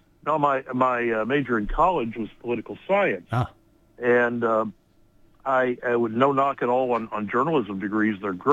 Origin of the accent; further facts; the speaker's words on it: Arkansas, United States; moved away as an adult; also born or lived in Little Rock, Arkansas / Baton Rouge, Louisiana; now in Columbia, Missouri, United States; I grew up on a farm in Arkansas